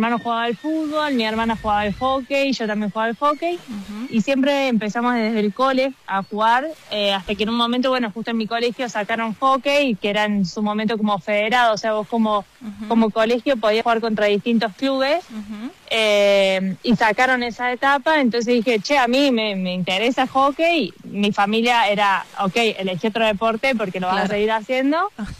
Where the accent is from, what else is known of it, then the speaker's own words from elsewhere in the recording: Córdoba, Argentina; moved away as an adult; now in Biella, Italy; yo nací en Córdoba capital, en capital